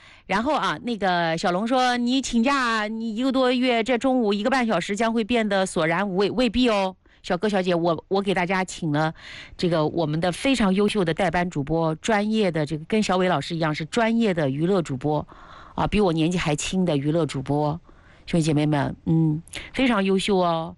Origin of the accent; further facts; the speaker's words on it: Hebei, China; accent: Hebei dialect; 我们河北话土话讲叫醒啊，就叫盖房子